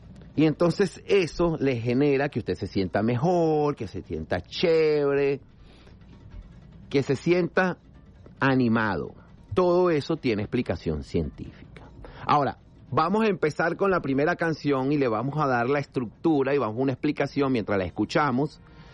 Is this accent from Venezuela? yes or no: yes; Venezuela; es parte de la esencia de nosotros como latinos, como seres humanos, como venezolanos.